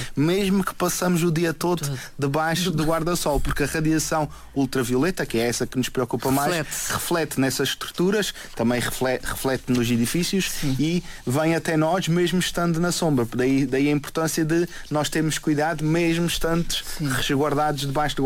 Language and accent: Portuguese; Azores, Portugal; moved away; eu vim dos Açores, que eu sou açoriano